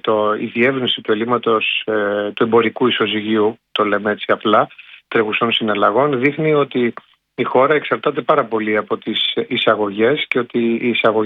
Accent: Greece

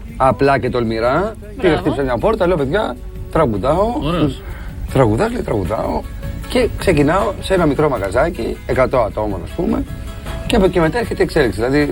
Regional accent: Piraeus, Attica, Greece; Από εκεί που είμαι, από την Νίκη, από μια συνοικία του Πειραιά.

